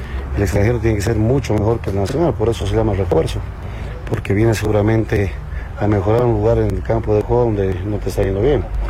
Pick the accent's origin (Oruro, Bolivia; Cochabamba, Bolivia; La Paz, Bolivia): Cochabamba, Bolivia; moved away; mi tierra, Cochabamba